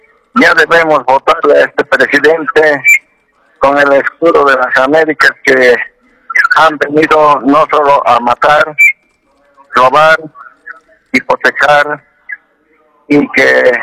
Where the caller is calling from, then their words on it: Cochabamba, Bolivia; Sí, aquí hablando de Cochabamba.